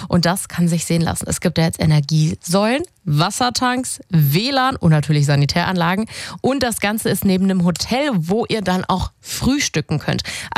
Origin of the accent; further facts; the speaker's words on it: Saxony, Germany; wie schön ist es, den sächsischen Tourismus als Sachse stärken zu können